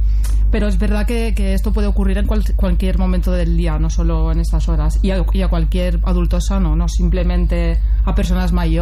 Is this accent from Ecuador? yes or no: no; Spain; Soy de aquí, de Vilabella, de cerquita al ladito.